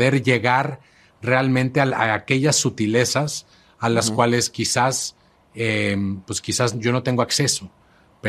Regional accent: Mexico; yo creo que estas cosas son una realidad en mi país, pero al mismo tiempo también con esta serie le muestro a mis hijos el México que podría llegar a ser

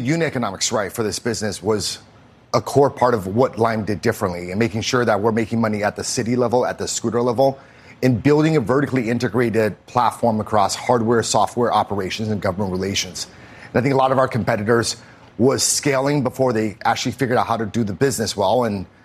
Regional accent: Lincoln, Nebraska, United States; moved away; I grew up in Lincoln, Nebraska.

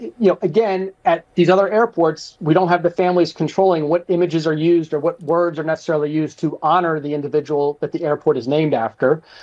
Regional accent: Pennsylvania, United States; I grew up outside Philadelphia in the 80s

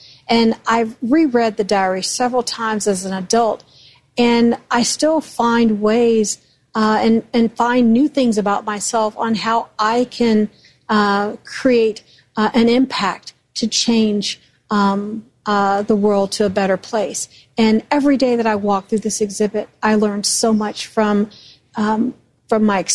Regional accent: Houston, Texas, United States; born or raised there

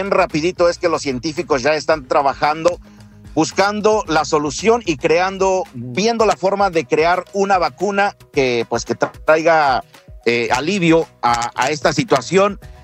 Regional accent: Mexico; now in United States; nosotros los mexicanos que vivimos dentro de los Estados Unidos

